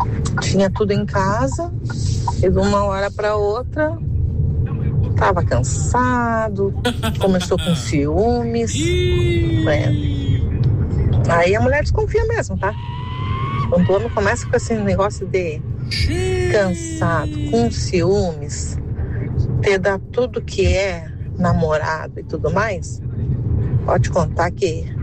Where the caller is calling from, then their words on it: Rio Grande do Sul, Brazil; eu, como boa gaúcha que sou